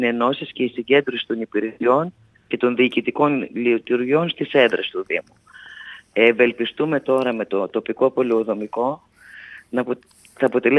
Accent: Vasilika, Central Macedonia, Greece; το δικό μου το ρητό όσον αφορά τον τόπο μου είναι βασιλικά τόπος να δεις, βασιλικά τόπος να ζεις.

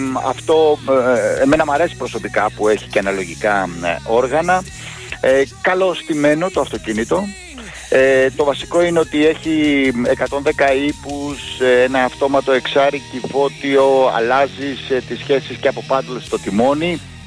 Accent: Seliana, Western Greece, Greece; κατέβηκα την Ιόνια οδό για να φτάσω στο χωριό μου στη Σελιάνα

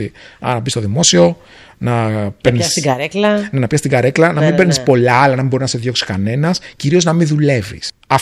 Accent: Agrinio, Western Greece, Greece; Και επειδή το Αγρίνιο είναι ο τόπος μου και δεν θα έλεγα ποτέ όχι στο να πάω

